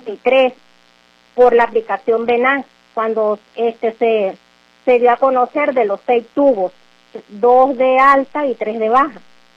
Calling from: Venezuela; de la Segunda Avenida Palmarita, el barrio Los Corrales.

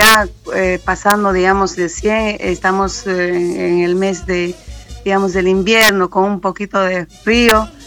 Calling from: Buenos Aires, Argentina; le estoy llamando desde Buenos Aires, desde Argentina.

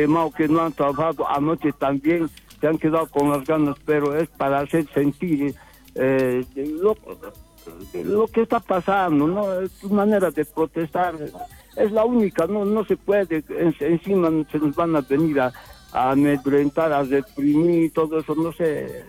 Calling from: Oruro, Bolivia

